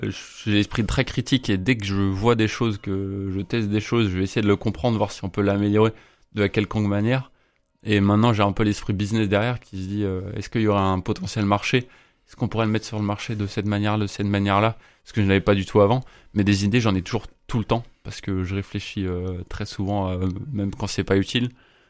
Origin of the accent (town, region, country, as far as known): Brittany, France; born or raised there